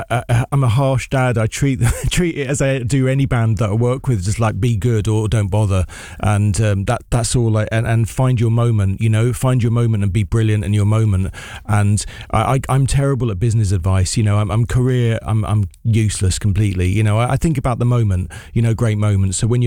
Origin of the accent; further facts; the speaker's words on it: London, United Kingdom; my first time in Belgravia, I believe, in all my life as a Londoner.